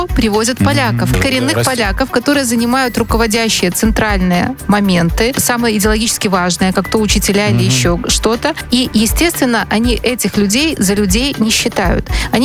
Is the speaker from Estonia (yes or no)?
no; Belarus; Ну, мы бы не знали, что мы белорусы вообще в принципе.